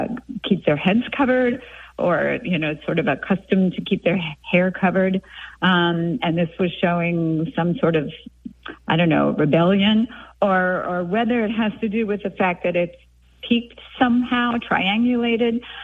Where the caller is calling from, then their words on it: Kilmarnock, Virginia, United States; I'm calling from Kilmarnock, Virginia.